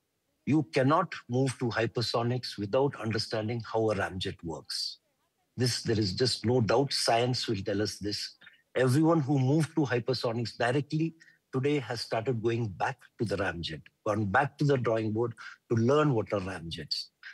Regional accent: India

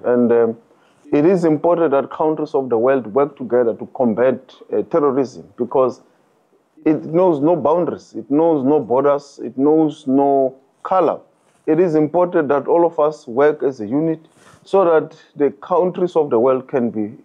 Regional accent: South Africa

